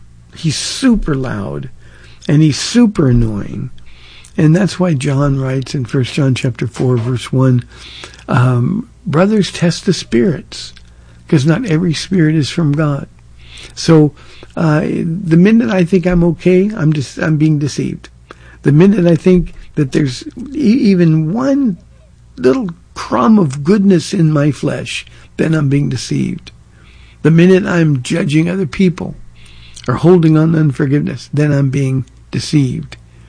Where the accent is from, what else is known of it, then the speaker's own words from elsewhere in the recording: California, United States; Now, I'm from Southern California, so you don't get that kind of rain.